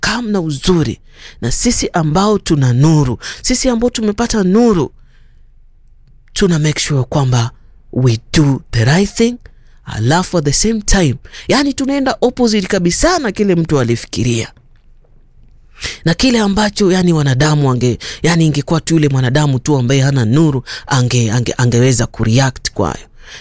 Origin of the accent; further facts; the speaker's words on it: Garsen, Tana River County, Kenya; Alafu akajipata akawa ameenda pale Garseni pale Tana River. So mimi nikajipata nimezaliwa Tana River.